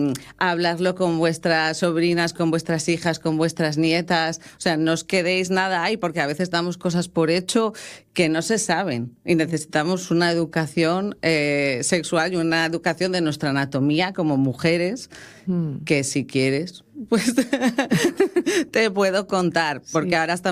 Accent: Santander, Cantabria, Spain; moved away as an adult; now in Caravia, Spain; antes de venir a vivir aquí a Asturias, que yo soy de Santander, y al principio, claro, pues era hace 12 años que llevo aquí. Me vine a vivir a Caravia, que al final es un concejo de los más pequeños de Asturias

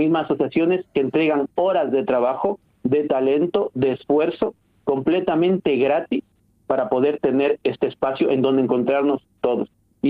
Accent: Ecuador; now in Spain; Te lo digo yo, que primero, vengo de Ecuador, la madre de mis hijos es obetense, mis hijos son obetenses y se sienten tan ecuatorianos como españoles.

